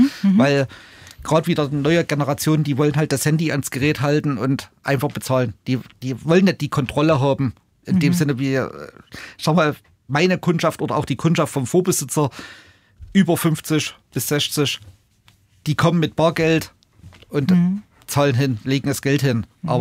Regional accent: Germany; Ich bin Deutscher

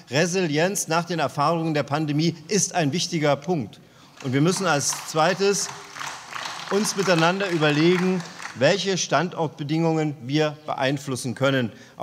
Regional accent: Germany; Die erste Frage, die wir uns als Deutsche stellen müssen

